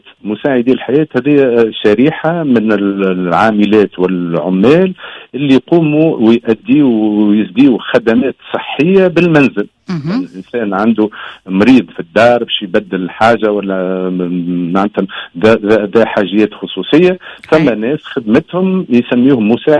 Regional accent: Tunisia

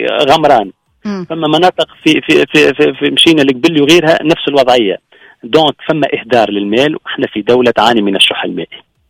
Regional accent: Sfax Governorate, Tunisia; حتى إحنا عندنا في صفاقس

